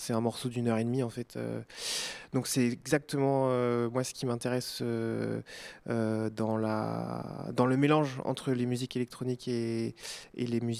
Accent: Brittany, France; moi, ça, je suis breton, mes parents et mes grands-parents aussi, pour le coup. Et du coup, j'ai un peu baigné dans la musique bretonne quand j'étais enfant.

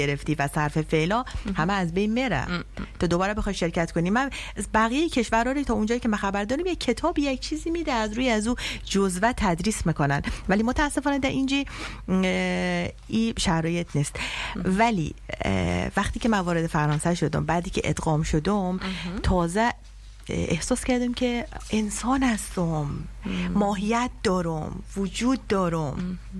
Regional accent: Iran; moved away as an adult; now in France; کلا ما در ایران در دنیا آمدیم و بزرگ شدیم،

